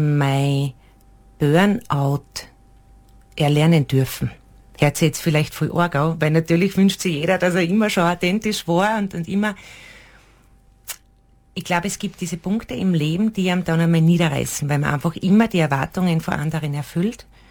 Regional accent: Admont, Styria, Austria; bin 38 Jahre alt, komme aus Admont

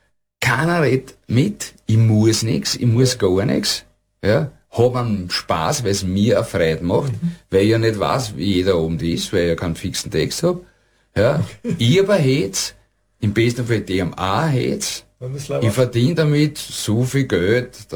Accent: Vienna, Austria; Ich bin in Favoriten aufgewachsen, habe Maschinenbau gelernt, bin Motorrad gefahren

